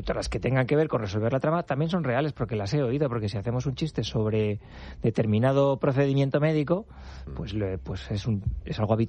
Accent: La Rioja, Spain; also born or lived in Zaragoza; now in San Sebastián, Spain

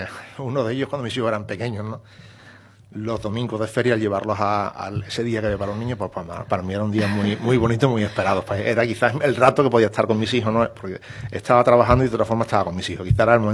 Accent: Spain

